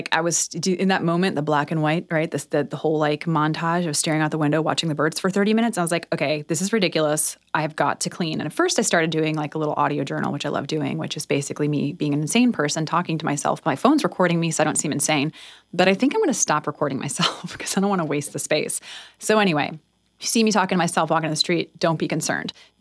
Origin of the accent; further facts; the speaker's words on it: Northeast, United States; I grew up in the Northeast